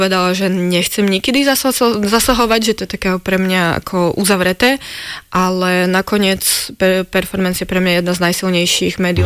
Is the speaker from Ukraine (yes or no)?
yes; Ukraine; now in Slovakia; Áno, posilnil, že som sa začala ako veľmi intenzívne sa tak prezentovať, že som Ukrajinka, že taká vlastne, že sa spájam vlastne svojou krajinou